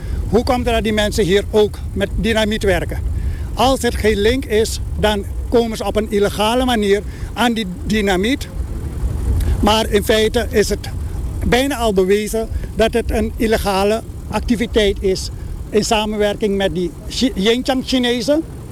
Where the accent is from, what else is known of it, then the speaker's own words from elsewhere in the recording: Suriname; Dus ik denk dat wij als Surinamers heel boos kunnen worden.